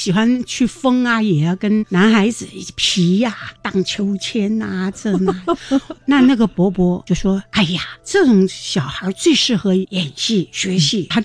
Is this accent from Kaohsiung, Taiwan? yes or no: yes; Kaohsiung, Taiwan; 其实啊，我是台湾土生土长，很多观众朋友啊，或者是年轻的观众跟我交谈以后都以为我是来自大陆，其实我就生长在台湾的左营，从小我八岁就学戏了。